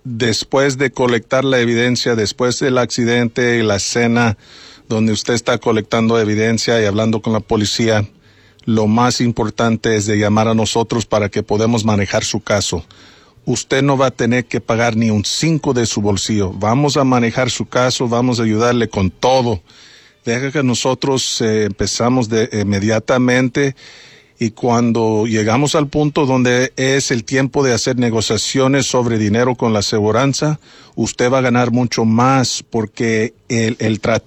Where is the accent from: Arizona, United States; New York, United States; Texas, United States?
Texas, United States; Bryan; Yo nací aquí en Bryan. Yo gradué de Bryan High School, fui a Texas A&M y regresé a mi pueblo.